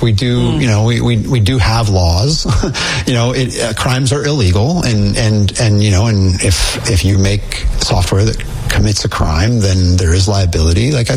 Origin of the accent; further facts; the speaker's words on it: Indiana, United States; I'm a skateboarder from Indiana.